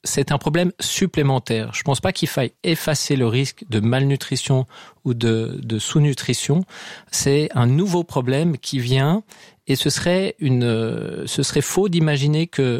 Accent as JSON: {"language": "French", "region": "Geneva", "country": "Switzerland", "said": "chez nous, à Genève"}